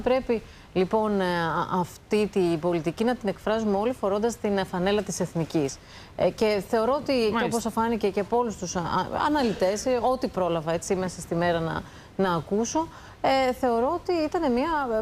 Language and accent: Greek; Greece; Νομίζω ότι εμένα προσωπικά με απογοητεύει ως Ελληνίδα.